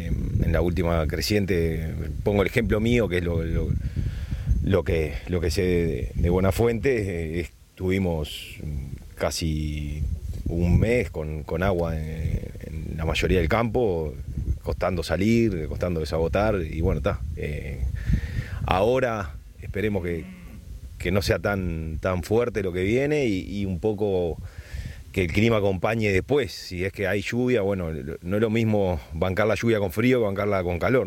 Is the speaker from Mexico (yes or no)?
no; Uruguay